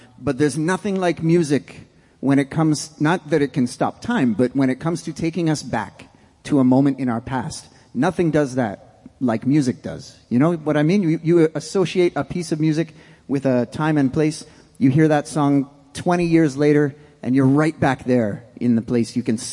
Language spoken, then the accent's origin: English; Canada; … We're from Canada.